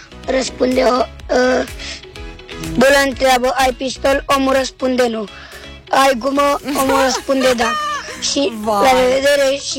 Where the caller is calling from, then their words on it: Bucharest, Romania; din București, am 6 ani.